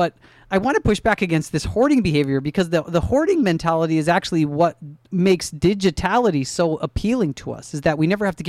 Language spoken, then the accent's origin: English; Milwaukee, Wisconsin, United States; born or raised there